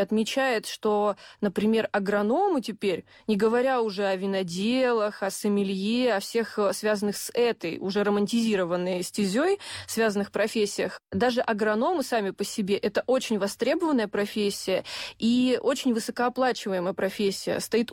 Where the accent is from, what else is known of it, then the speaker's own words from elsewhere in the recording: Krasnodar Krai, Russia; потому что я родом из Краснодарского края